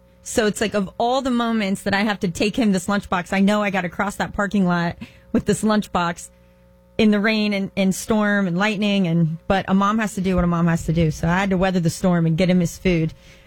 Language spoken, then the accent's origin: English; Indiana, United States; now in Florida, United States; here in Florida, we talk about hurricanes, but I grew up in Indiana